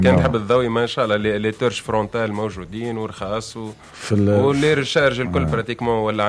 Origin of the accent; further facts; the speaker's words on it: Tunisia; من أحلى الطبيعة اللي عندنا في تونس أقصى شمال تونس